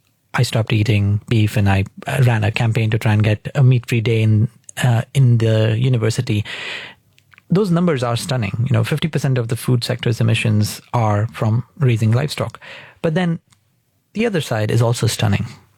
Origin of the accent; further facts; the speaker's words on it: India; moved away as an adult; I grew up vegetarian in India. The first time I ate beef was when I came to this country studying in university.